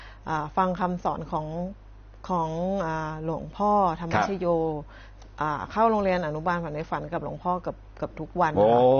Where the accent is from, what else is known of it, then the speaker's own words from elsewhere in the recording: Khlong Hat, Sa Kaeo, Thailand; คลองหาดค่ะ